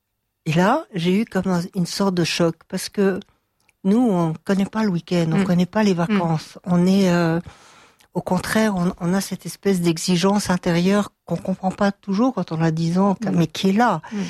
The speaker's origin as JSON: {"language": "French", "town": "Strasbourg", "region": "Grand Est", "country": "France", "tie": "born there", "said": "Je suis née à Strasbourg car mon père travaille au Conseil de l'Europe, à la création du Conseil de l'Europe"}